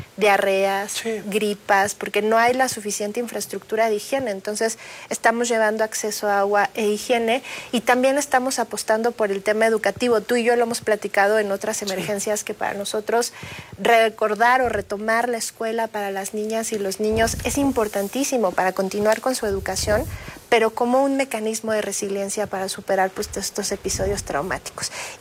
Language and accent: Spanish; Mexico